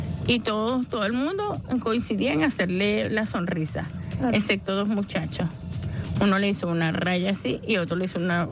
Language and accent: Spanish; Venezuela; nos interesa seguir manteniendo nuestra identidad como venezolanos y venezolanas